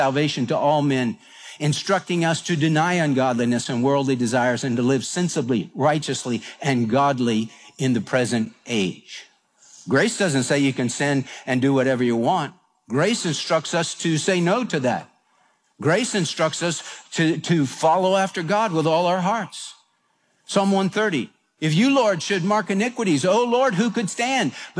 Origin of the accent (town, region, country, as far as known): Houston, Texas, United States